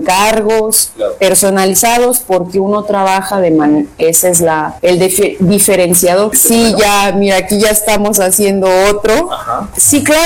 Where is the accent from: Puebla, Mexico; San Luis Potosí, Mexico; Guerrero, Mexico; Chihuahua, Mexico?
San Luis Potosí, Mexico; Rioverde; como mexicanos y como potosinos y rioverdenses